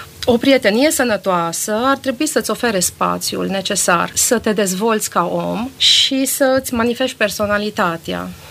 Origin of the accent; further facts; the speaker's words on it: Târgu Mureș, Mureș County, Romania; born there; Eu m-am născut în Târgu Mureș